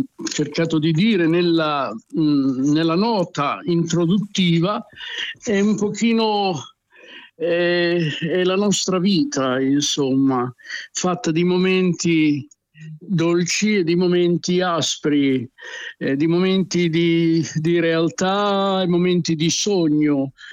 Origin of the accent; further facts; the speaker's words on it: Emilia-Romagna, Italy; Noi siamo stati sempre dei ribelli, fondamentalmente noi romagnoli